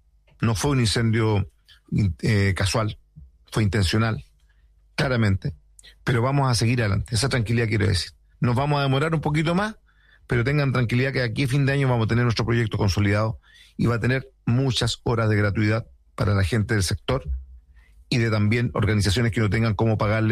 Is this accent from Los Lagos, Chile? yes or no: yes; Puerto Montt, Los Lagos, Chile; vamos a hacer algo que tenga un tinte social en Puerto Montt, porque ahí nos criamos, en la Villa Marina, al lado del Estadio Chinquihue.